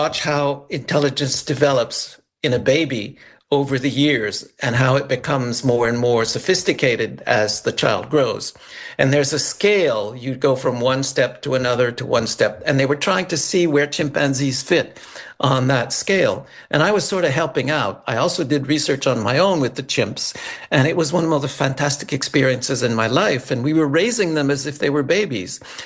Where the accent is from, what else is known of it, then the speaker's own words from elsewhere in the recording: Montreal, Quebec, Canada; Yes, I grew up in Montreal.